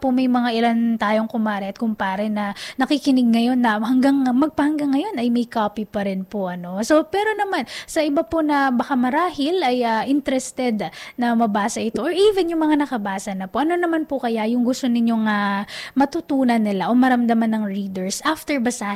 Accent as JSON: {"language": "Tagalog", "town": "Manila", "region": "Metro Manila", "country": "Philippines", "tie": "born or raised there", "moved": "yes", "said": "I was born and raised in Tondo. Pero sa ngayon po, sa iba na kami nakatara."}